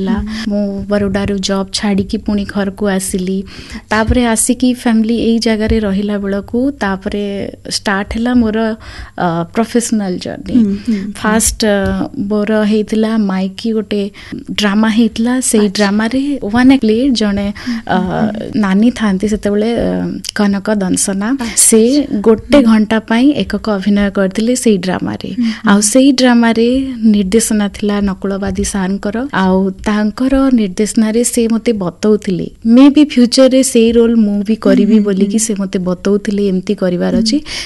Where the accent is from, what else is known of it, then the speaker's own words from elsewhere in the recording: Bargarh, Odisha, India; also born or lived in Hirakud; ମୋ ଜନ୍ମ ହେଇଛି ହୀରାକୁଦରେ, ଲେକିନ୍ ମୋର ଘର ହଉଛି ବରଗଡ଼। ବରଗଡ଼ରେ ମା ବାପା ସେଠି ଚାକିରି କରୁଥିଲେ, ଆମକୁ ସେଠି ରହିବାକୁ ପଡିଲା